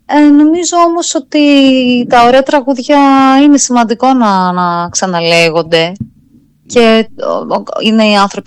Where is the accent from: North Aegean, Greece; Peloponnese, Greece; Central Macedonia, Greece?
Central Macedonia, Greece; Thessaloniki; moved away as an adult; now in Athens, Greece; Γεννήθηκε και μεγάλωσα στη Θεσσαλονίκη, λοιπόν. Ήρθα στην Αθήνα να σπουδάσω θεατρολογία, θεατρικών σπουδών.